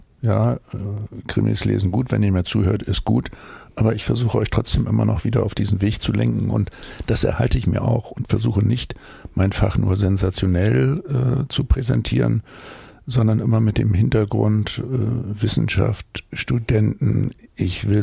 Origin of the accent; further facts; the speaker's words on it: Hamburg, Germany; als Hamburger